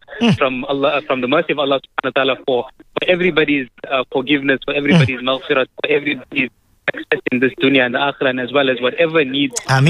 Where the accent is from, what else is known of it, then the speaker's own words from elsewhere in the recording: Durban, KwaZulu-Natal, South Africa; I'm from Durban.